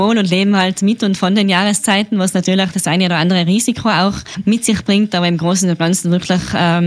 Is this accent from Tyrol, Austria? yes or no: yes; Seefeld in Tirol, Tyrol, Austria; moved away as an adult; now in Flaurling, Austria; Ich bin ein typisches Gasthauskind vom Seefeld Labrador. Bin da im Restaurant meiner Familie aufgewachsen